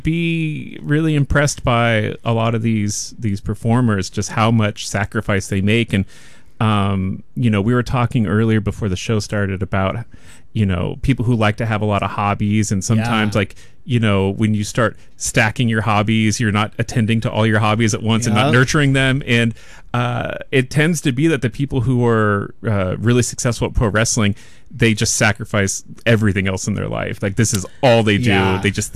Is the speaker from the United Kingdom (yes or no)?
no; Petaluma, California, United States; as a boy growing up in Petaluma